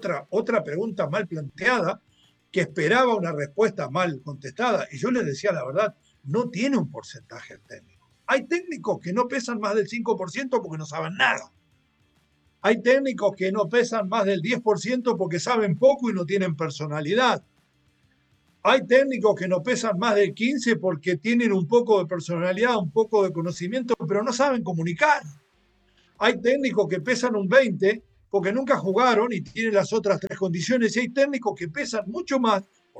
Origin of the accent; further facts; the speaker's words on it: Uruguay; Digo, sí, soy uruguayo.